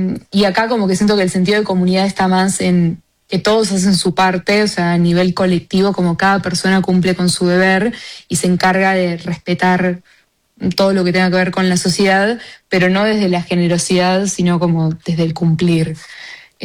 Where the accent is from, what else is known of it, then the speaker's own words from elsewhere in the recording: Argentina; moved away as an adult; now in Switzerland; Soy como muy argentina, que me gusta mucho como el folclore argentino